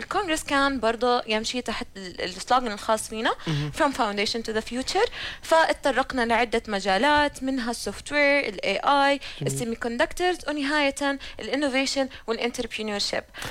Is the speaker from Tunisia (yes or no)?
no; Jordan